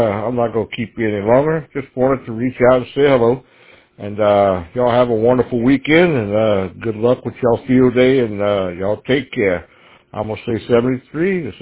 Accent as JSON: {"language": "English", "region": "Louisiana", "country": "United States", "said": "I'm from Louisiana, South Louisiana."}